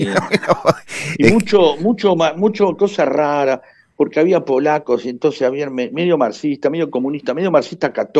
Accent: Avellaneda, Buenos Aires Province, Argentina; also born or lived in Lanús; soy de Avellaneda, y de Lanús, y conozco muchos caboverdianos.

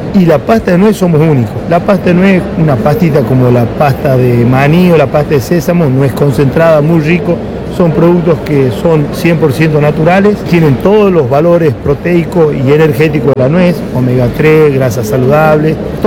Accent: Belén, Catamarca, Argentina; soy de Catamarca, del interior de Catamarca, un pueblito que se llama Belén. Les cuento, soy de una zona que producimos nueces, yo soy tercera generación

